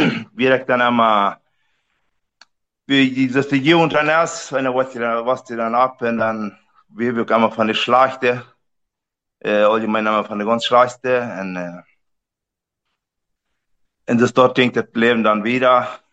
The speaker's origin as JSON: {"language": "German", "town": "Riva Palacio", "region": "Santa Cruz", "country": "Bolivia", "tie": "born or raised there", "also_born_or_lived": "Mexico", "said": "Und wir sind, ich bin in Mexiko geboren und dann sind wir in Bolivien gekommen, 70. Und dann sind ich in der Knie abgewachsen, in den Riva Palacio Knie"}